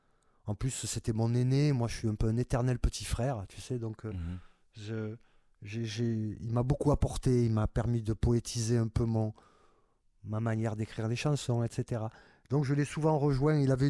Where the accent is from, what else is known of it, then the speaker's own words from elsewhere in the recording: Marseille, Provence-Alpes-Côte d'Azur, France; Et voilà, mais en tant que Marseillais, en tant que Marseille, c'est une ville où on vient tous d'ailleurs, tu sais.